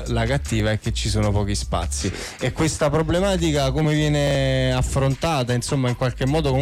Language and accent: Italian; Naples, Campania, Italy; Io sono di Napoli, quindi ti faccio una domanda proprio da Napoli